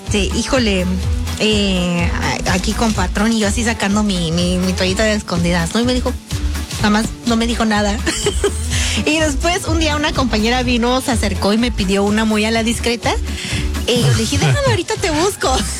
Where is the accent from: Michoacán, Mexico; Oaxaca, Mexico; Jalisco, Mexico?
Oaxaca, Mexico; Capulalpan; En el pueblo también pasaba y te he contado que tenemos una tiendita así de chiquita allá en Capulalpan.